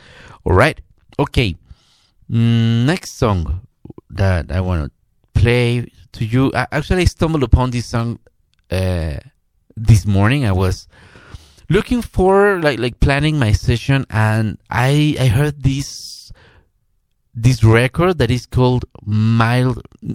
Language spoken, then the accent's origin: English; Toluca, State of Mexico, Mexico; moved away; this guy is from my hometown, Toluca in Mexico.